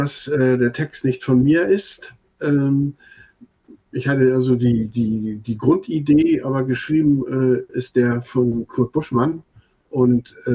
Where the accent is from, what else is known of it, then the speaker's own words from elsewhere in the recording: Northern Germany, Germany; accent: Plattdeutsch; first language Low German; German is a second language; Also, Plattdeutsch ist eigentlich meine Muttersprache